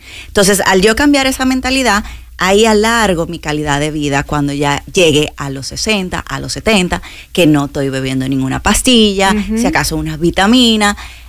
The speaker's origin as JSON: {"language": "Spanish", "country": "Dominican Republic", "moved": "as an adult", "lives_now": "Tampa, United States", "said": "Soy dominicana, tengo año y medio aquí en Tampa."}